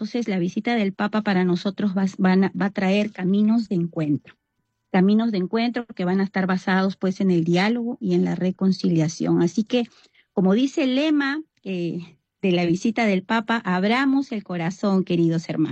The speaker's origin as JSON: {"language": "Spanish", "country": "Peru", "said": "para unirnos como peruanos"}